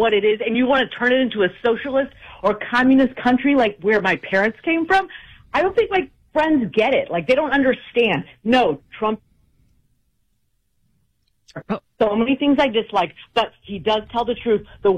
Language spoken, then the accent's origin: English; Michigan, United States; born there; also born or lived in Florida; No, I was born in Michigan and then established down in Florida, but I'm first generation born here.